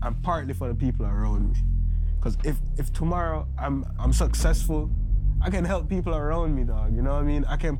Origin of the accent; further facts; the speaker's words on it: Jamaica; I'm a Jamaican rapper.